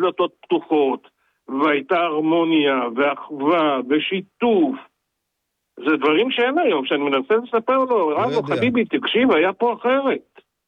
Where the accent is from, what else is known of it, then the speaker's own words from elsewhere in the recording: Afula, Northern District, Israel; אני גדלתי בעיר קטנה, באפולה, עיירת פועלים, של אשכנזים ותימנים ורומנים וכולם יחד